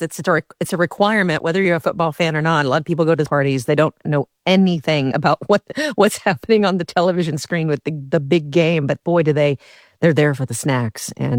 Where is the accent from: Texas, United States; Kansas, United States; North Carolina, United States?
Kansas, United States; My family, we're from Kansas, so big Chiefs fans still to this day.